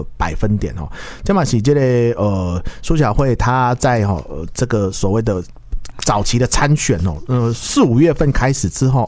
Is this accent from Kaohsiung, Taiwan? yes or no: yes; Kaohsiung, Taiwan; 我身为高雄人